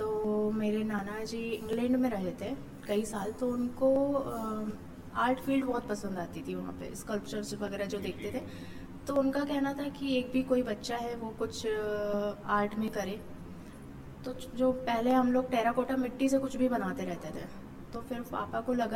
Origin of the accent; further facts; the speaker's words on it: Gwalior, Madhya Pradesh, India; मैं सीखकर तो अपने ग्वालियर से ही आई थी।